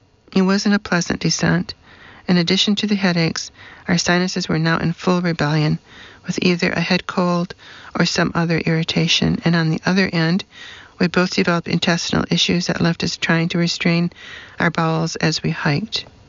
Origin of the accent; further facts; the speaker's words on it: New York, United States; I'd asked Scott that we marry only in my home state of New York